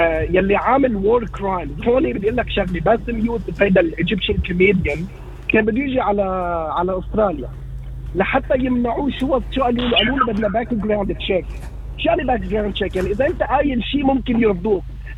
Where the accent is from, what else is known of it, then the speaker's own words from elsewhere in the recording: Zahle, Beqaa, Lebanon; moved away; انا زلمه جاي تارك بلدي بزحلي، انا من زحلي من لبنان تاركها وجاي لهون، بس انا بعرف هو النظر، وانا بيت اهلي يعني جدي عمر وعمره 200 سنه بزحلي